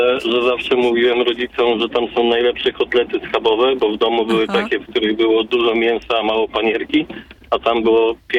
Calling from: Kraków, Lesser Poland, Poland

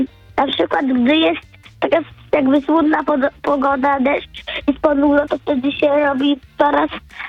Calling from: Bydgoszcz, Kuyavian-Pomeranian Voivodeship, Poland; W Bydgoszczy

